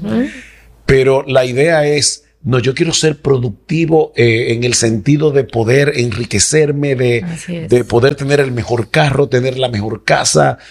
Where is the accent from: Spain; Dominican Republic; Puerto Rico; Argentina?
Dominican Republic; San Juan de la Maguana, San Juan; cuando yo era pequeño, en el pueblo donde yo nací, en San Juan de la Maguana